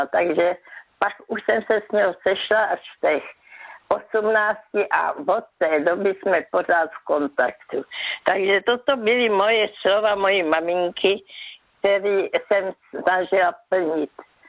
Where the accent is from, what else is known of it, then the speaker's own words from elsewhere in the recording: Brno, South Moravian Region, Czechia; Klidně, já jsem byla z Brna